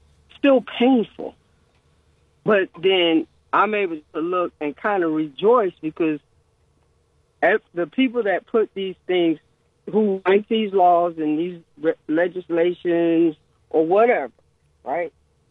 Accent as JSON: {"language": "English", "region": "Florida", "country": "United States", "tie": "born or raised there", "moved": "yes", "lives_now": "Akron, United States", "said": "I was born and raised in Florida."}